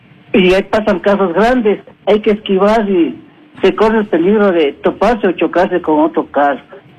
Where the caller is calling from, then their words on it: Quito, Pichincha, Ecuador; vivo en Calderón